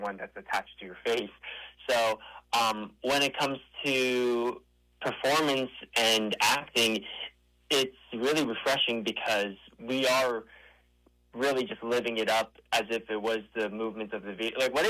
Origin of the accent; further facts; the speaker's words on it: New Jersey, United States; They moved here before I was born, and we grew up in New Jersey. So it was nice growing up in a household that had, you know, speaking language, Japanese.